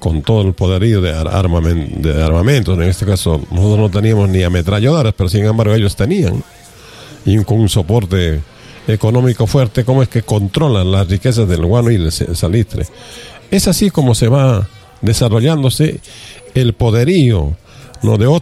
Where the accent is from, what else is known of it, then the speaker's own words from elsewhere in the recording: Peru; nosotros, como peruanos, como patriotas, como nacionalistas